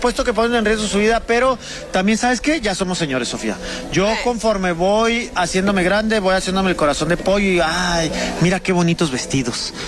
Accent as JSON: {"language": "Spanish", "country": "Mexico", "said": "a veces siempre nos pasa como mexicanos que nos hacemos menos los shows"}